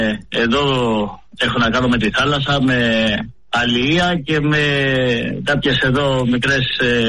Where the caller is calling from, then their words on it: Karpathos, South Aegean, Greece; είμαι από την Κάρπαθο.